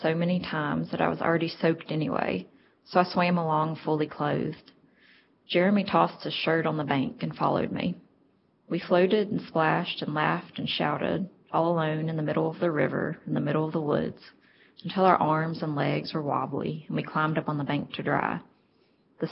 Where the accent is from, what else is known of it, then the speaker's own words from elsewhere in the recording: Tazewell, Virginia, United States; moved away as an adult; now in Nelson County, Virginia, United States; When I came home that summer for break, I was back in Tazewell for 3 months